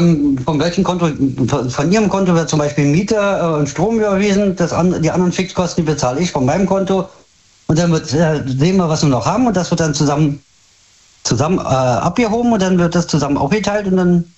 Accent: Hanover, Lower Saxony, Germany; Hannover.

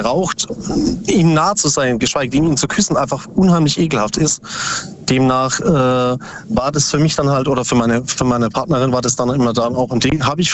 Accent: Ubstadt-Weiher, Baden-Württemberg, Germany; Aus Upstadt-Weiher, nee, Bruchsal.

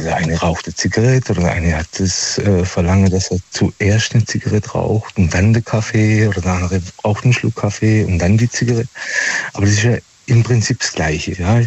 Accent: Pforzheim, Baden-Württemberg, Germany; Ja, da, von Pforzheimer Gegend.

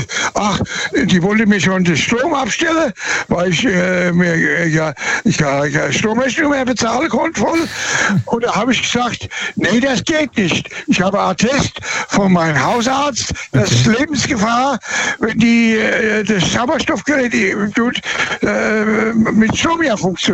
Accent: Birnbach, Bavaria, Germany; born there; Und zwar weiß ich, wo ich geboren bin, in dem Ort Birnbach. Das Haus, wo ich geboren bin, war sogar das Baujahr.

